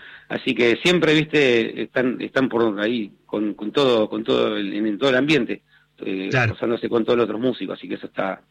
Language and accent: Spanish; Argentina; somos argentinos hasta la médula.